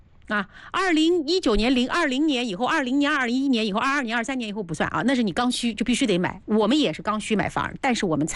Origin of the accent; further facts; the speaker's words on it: Tongling, Anhui, China; moved away as an adult; now in Hefei, China; 然后我们当时在铜陵，就我老家在铜陵嘛